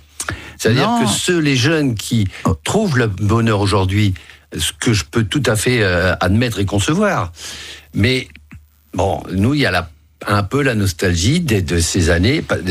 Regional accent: Paris, Île-de-France, France; Je suis petit et parisien. Mais j'ai habité le 14e, ce qui était un arrondissement extraordinaire aussi.

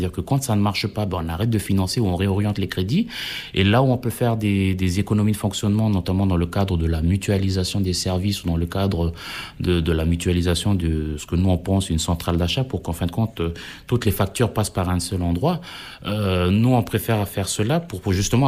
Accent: Ouvéa, Loyalty Islands Province, New Caledonia; moi, j'ai grandi à Ouvéa, j'ai grandi en tribu, je vis là-bas.

